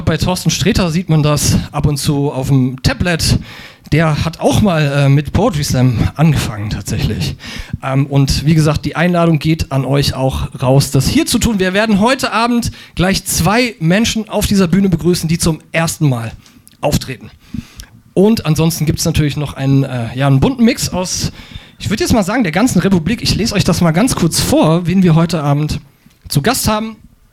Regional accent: Southern Germany, Germany; als Süddeutscher

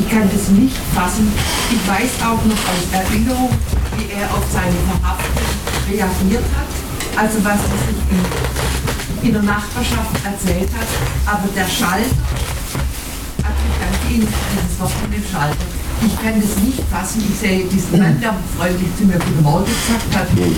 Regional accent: Schwäbisch Hall, Baden-Württemberg, Germany; Ich bin in Schwäbisch Hall geboren.

